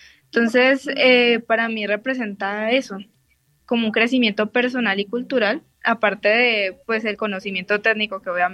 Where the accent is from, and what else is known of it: Colombia